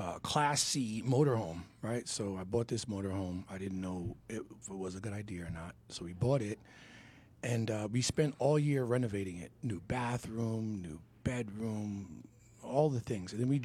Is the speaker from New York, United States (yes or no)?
yes; Long Island, New York, United States; from Long Island, New York.